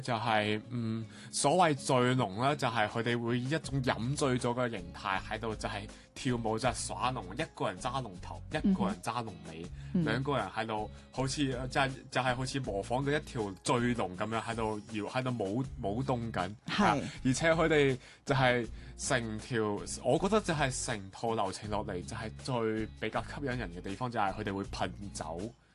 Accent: Macau; 啊各位，端午节快乐！

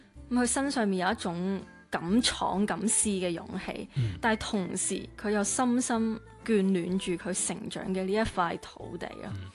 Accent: Macau; moved away; 我同麥思玉一樣都是土生土長的澳門人，跟住出去打拼搏，

